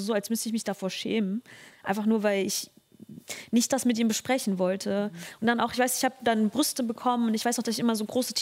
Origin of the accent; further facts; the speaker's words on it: Germany; Also am Ende bin ich halt schon in Deutschland groß geworden. Das ist halt einfach so hier mein Land irgendwo.